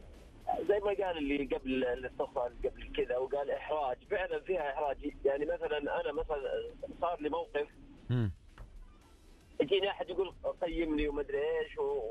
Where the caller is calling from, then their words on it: Riyadh, Riyadh Province, Saudi Arabia; الله كلمه من الرياض يا حبيبي.